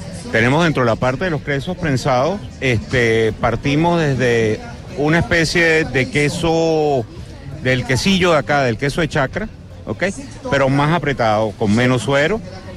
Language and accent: Spanish; Venezuela; moved away as an adult; now in Curicó, Chile